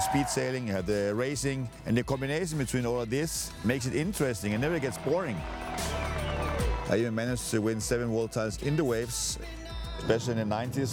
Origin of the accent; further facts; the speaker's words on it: Canary Islands, Spain; Growing up in Canary Islands, I was told by other windsurfers that I'm never going to be able to win a wave contest in Hawaii, but I did win Hokipa.